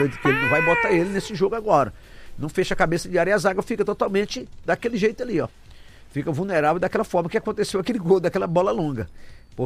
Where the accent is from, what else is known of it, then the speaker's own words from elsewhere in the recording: Brazil; Não, a gente é brasileiro